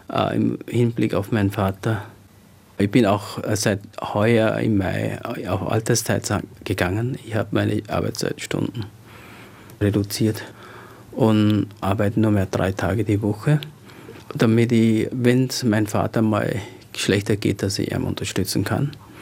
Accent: Cambodia; now in Europe; Wenn ich dort bin, dann sehen sie mich nicht mehr als Kambodschaner.

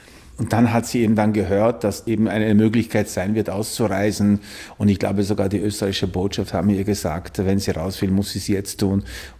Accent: Poland; German is a second language; now in Austria; an meine Jugend in Polen, wo ich aufgewachsen bin und wo ich doch auch immerhin in die Schule gegangen bin und wo ich ja gelebt habe und wo ich habe auch Polnisch gesprochen und ich habe auch Polnisch gelesen.

